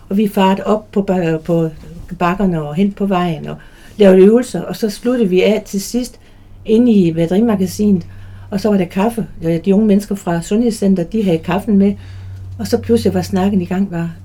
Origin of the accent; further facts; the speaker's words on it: Jutland, Denmark; now in Rødovre, Denmark; Og nu stod jeg der alene, og faktisk så er jeg jyde. Vi flyttede til for 10 år siden til Rødovre